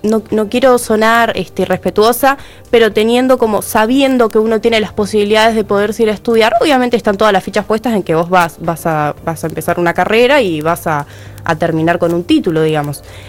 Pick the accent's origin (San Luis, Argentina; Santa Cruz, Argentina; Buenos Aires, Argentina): Santa Cruz, Argentina; Río Gallegos; nosotros los adolescentes que somos de Río Gallegos